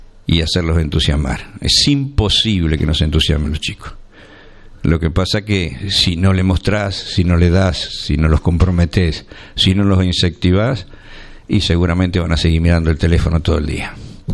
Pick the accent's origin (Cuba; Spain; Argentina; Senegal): Argentina; somos argentinos